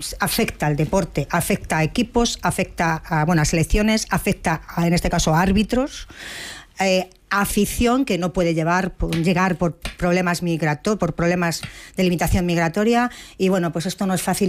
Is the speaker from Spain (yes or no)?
yes; Spain; no solamente como ministra, sino como española, como forofa del fútbol y de nuestra selección.